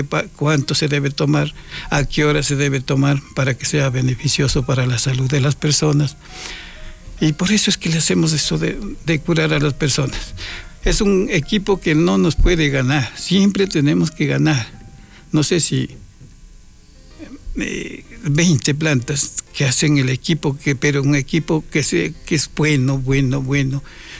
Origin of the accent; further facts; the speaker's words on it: Salcedo, Cotopaxi, Ecuador; yo soy de Unalagua. ¿Dónde es eso? Pertenece a la parroquia Mulalillo. ¿Y de dónde queda Mulalillo? Pertenece al cantón Salcedo. ¿Y Salcedo? A la provincia de Cotopaxi. Y la provincia de Cotopaxi pertenece al cantón Quito. Y Quito forma a nuestro Ecuador